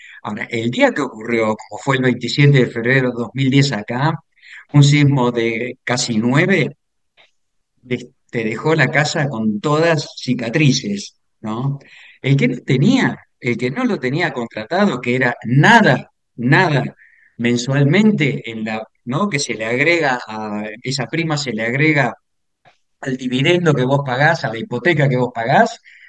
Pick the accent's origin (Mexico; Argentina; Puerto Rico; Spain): Argentina; now in Chile; Mira, acá en Chile, vos sabés que Chile es un país sísmico. Yo como argentino, primera vez es que veo, ¿no? Que siento que mi escritorio tiembla, porque la verdad que no, en Argentina no tenemos eso.